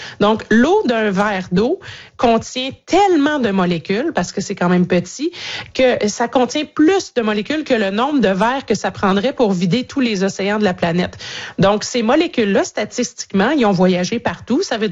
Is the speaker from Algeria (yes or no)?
no; Canada; Chez nous, au Canada